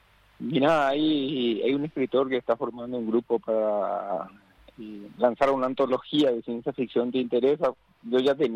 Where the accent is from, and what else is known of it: Paraguay